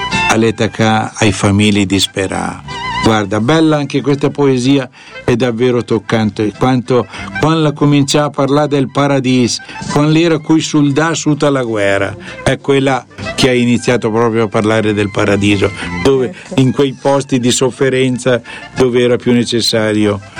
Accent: Cassina Ferrara, Lombardy, Italy; lo va e lo cerca nel vecchio nostro cimitero della Cassina Ferrara. Dico nostro perché sapete che sono della Cassina.

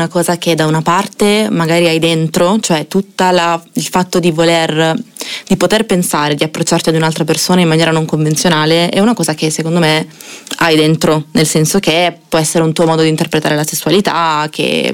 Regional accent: Canosa di Puglia, Apulia, Italy; now in Milan, Italy; Io vengo da Canosa di Puglia, in realtà.

